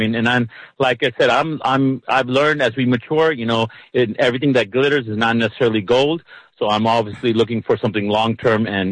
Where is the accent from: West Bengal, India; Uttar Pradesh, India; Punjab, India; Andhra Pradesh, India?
Punjab, India; I'm Indian.